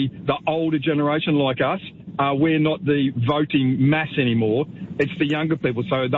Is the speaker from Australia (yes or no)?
yes; Ballarat, Victoria, Australia; Yes, well, I mean, I grew up in Ballarat